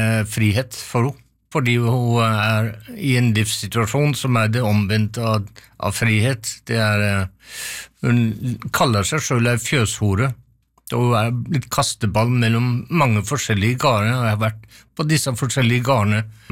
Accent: Seljord, Telemark, Norway; Jeg kommer fra en liten plass i Seljord, og jeg kommer litterært fra Frankrike, og også England og andre steder

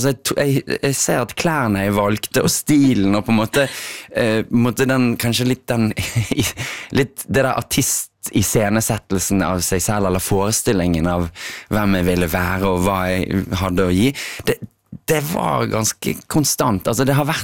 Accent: Bergen, Vestland, Norway; Jeg født og oppvokst på Skjold.

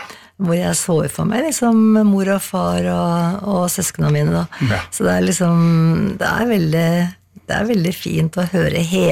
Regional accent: Skreia, Innlandet, Norway; now in Asker, Norway; Det er liksom Toten og Skreia, det er der jeg vokste opp, ikke sant? Så det er liksom røttene mine. Og så har jeg bodd nå i Asker, mye lenger da.

